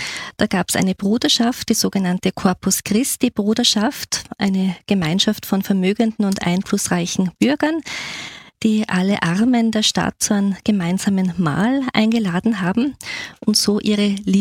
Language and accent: German; Altmünster, Upper Austria, Austria; also born or lived in Gmunden / Bad Ischl; die ersten Lebensjahre bin ich in Gmunden aufgewachsen und nachher und eben in Altmünster am Traunsee. Das ist dort, wo die Kiesekids herkommen. Und die höhere Schule habe ich dann in Bad Ischl gemacht.